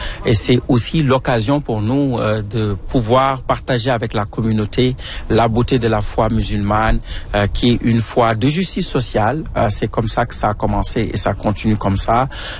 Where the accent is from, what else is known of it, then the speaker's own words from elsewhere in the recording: Senegal; moved away; moi, je suis originaire du Sénégal.